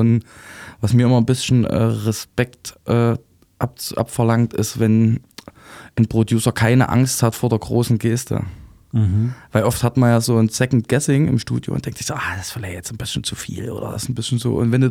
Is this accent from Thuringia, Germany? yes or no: yes; Thuringia, Germany; ich komme aus dem Altenburger Land, auf jeden Fall Provinz. Mhm. Safe Provinz.